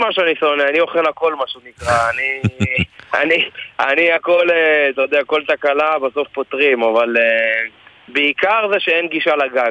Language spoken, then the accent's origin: Hebrew; Southern District, Israel; אני במקרה מהדרום, אז בכלל מקיבוץ